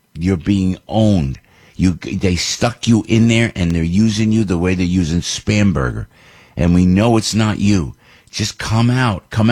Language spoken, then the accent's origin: English; New Jersey, United States; because it's my home state.